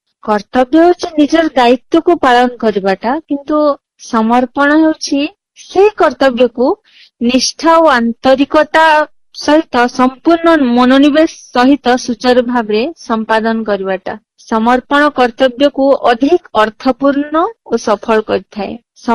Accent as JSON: {"language": "Odia", "town": "Balangir", "region": "Odisha", "country": "India", "said": "ନମସ୍କାର, ମୁଁ ବଲାଙ୍ଗୀରରୁ"}